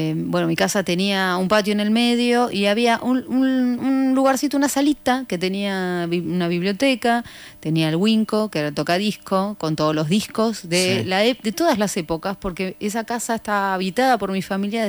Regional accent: Buenos Aires, Argentina; Yo soy del barrio de Barracas, muy porteña.

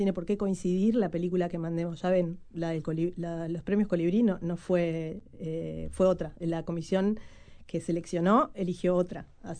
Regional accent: Uruguay; nosotros somos uruguayos

